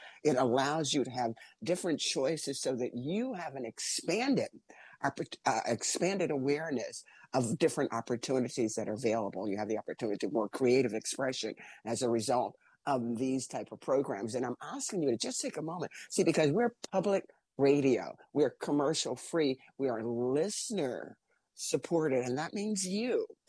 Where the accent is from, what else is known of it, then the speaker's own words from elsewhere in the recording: New York, United States; moved away; I'm from New York.